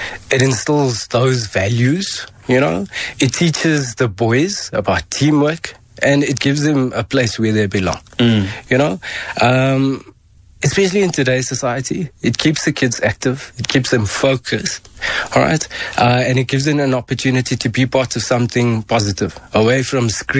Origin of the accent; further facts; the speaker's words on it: Benoni, Gauteng, South Africa; I'm from Benoni.